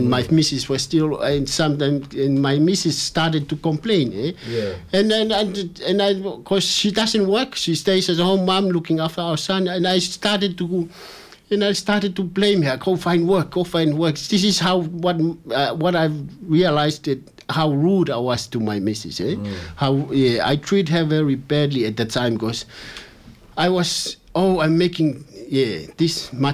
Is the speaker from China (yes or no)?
no; Tonga; God find me a better job, because I came from Tonga. What I make in Tonga is $300 for 2 weeks.